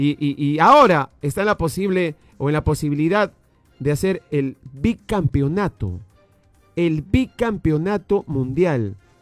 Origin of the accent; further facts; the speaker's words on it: Peru; no somos argentinos, nuevamente vuelvo a decir, pero somos latinos, somos peruanos.